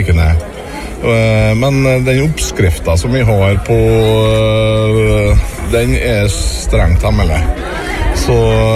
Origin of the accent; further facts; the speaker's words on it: Møre og Romsdal, Norway; Vi er fra Averøya, fra, kommer fra Langøya.